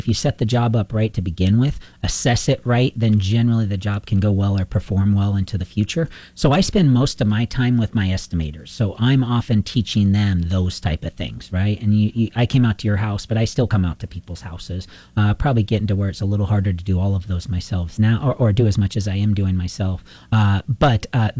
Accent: Portugal; moved away; I was gone for 3 weeks on that trip to Portugal and see my hometown there.

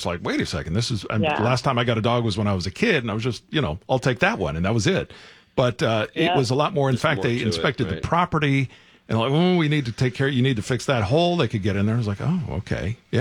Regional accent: Florida, United States; I'm from Florida.

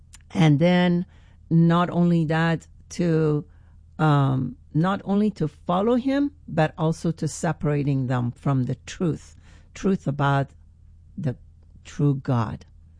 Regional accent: Iran; English is a second language; now in United States; which that's the country that I come from Iran.

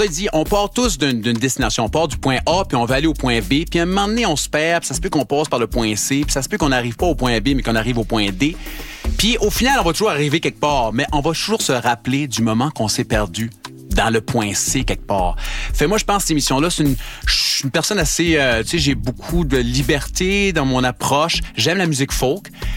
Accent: New Brunswick, Canada; Et comme j'ai un POV du Canada, de l'Acadie, moi, je viens du Nouveau-Brunswick, c'est certain que j'ai des références musicales différentes.

